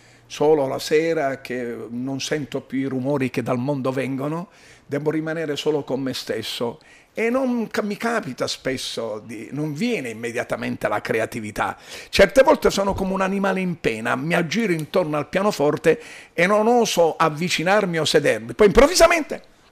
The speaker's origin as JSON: {"language": "Italian", "region": "Sicily", "country": "Italy", "said": "Mare, sono siciliano quindi il mare."}